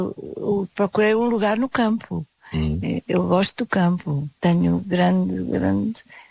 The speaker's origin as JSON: {"language": "Portuguese", "region": "Lisbon", "country": "Portugal", "tie": "born there", "also_born_or_lived": "Beira Alta", "said": "Eu cresci metade na cidade, em Lisboa, e metade no campo, porque eu tinha uns tios que viviam na Beira Alta, e aqui perto, não é muito longe."}